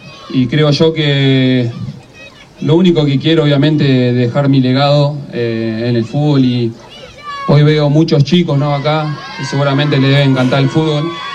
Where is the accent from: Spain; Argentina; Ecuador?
Argentina; Todos somos argentinos